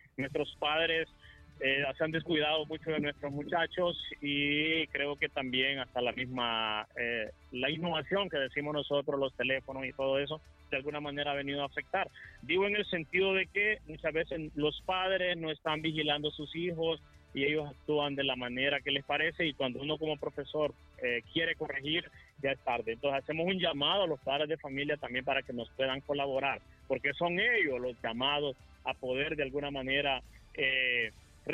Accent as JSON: {"language": "Spanish", "country": "Honduras", "said": "como buen hondureño y como buen ciudadano"}